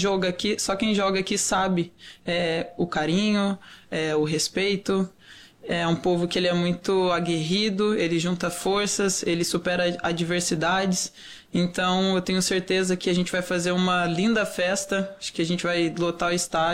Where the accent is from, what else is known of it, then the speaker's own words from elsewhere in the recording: São Paulo, Brazil; born there; now in Porto Alegre, Brazil; Eu falo que eu nasci em São Paulo, mas eu me identifico como porto-alegrense aqui, tenho minha família.